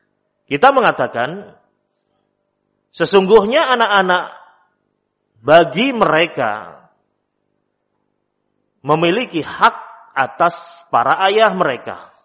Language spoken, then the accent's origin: Indonesian; Java, Indonesia